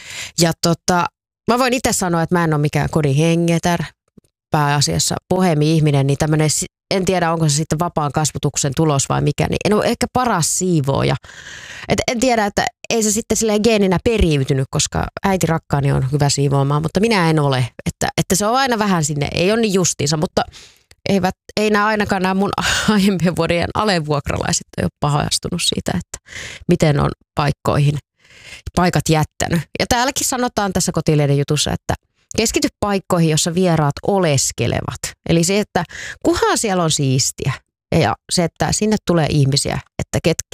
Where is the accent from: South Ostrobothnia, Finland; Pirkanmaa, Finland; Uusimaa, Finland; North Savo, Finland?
Pirkanmaa, Finland; Tampere; kun lähdin aina kesäksi sitten jonnekin kesätoimittajaksi jonnekin pois kotikaupungistani Tampereelta